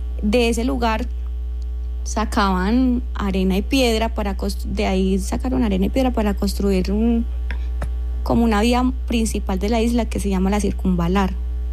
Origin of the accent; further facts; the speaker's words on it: San Andrés and Providencia, Colombia; Pero a nosotros los nativos nos ha tocado una historia más bien fuerte